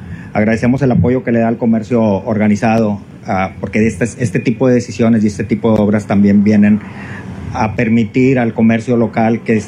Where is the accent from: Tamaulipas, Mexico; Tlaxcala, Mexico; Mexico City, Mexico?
Tamaulipas, Mexico; Nuevo Laredo; Los que somos originarios de Nuevo Laredo sabemos lo que representa la avenida Paseo Colón para todos nosotros. Ahí aprendimos a manejar